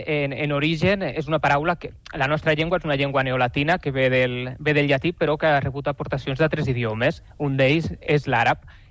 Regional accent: Valencian Community, Spain; accent: Valencian; Sí, ja m'ho he enganxat que sóc valencià, la veritat que dic dues paraules i se'm nota de seguida, no?

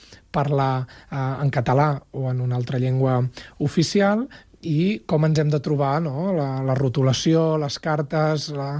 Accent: Catalonia, Spain; dins de Catalunya, com a residents, com a ciutadans catalans

